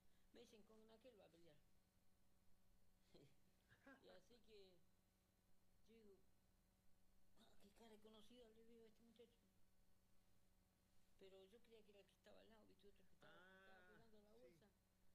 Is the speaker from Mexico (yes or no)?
no; Centenario, Neuquén, Argentina; vuelvo a Centenario, como usted dijo, mi tierra, lo más grande que hay.